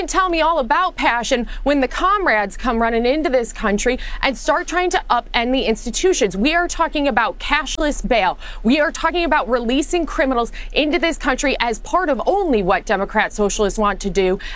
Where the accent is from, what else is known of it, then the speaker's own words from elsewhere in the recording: New York, United States; in New York State, my home state